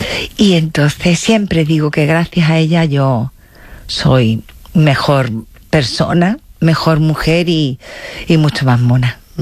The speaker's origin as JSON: {"language": "Spanish", "town": "Jaén", "region": "Andalusia", "country": "Spain", "said": "J de Jaén, sí, de Jaén, yo soy de Jaén, A de Alemania, mi marido está en Alemania."}